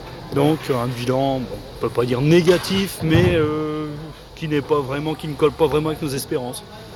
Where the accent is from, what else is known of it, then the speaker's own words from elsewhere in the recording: Douai, Hauts-de-France, France; Bon, nous venons du Nord, nous venons de Douai.